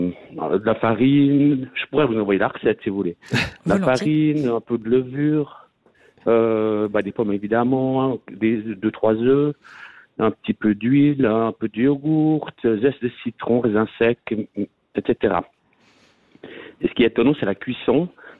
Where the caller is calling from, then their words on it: Vaud, Switzerland; moi je suis vaudois